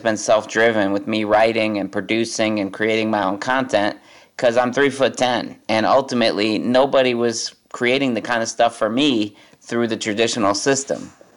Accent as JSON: {"language": "English", "town": "New Haven", "region": "Connecticut", "country": "United States", "tie": "born or raised there", "said": "As being a little person growing up in New Haven"}